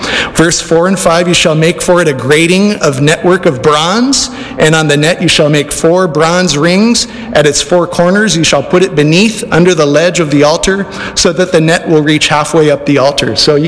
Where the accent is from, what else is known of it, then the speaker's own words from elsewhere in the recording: North Shore, Hawaii, United States; growing up on the North Shore, I spent a lot of time actually on ranches out there. My parents' old friends lived on ranches in Mokulia area and stuff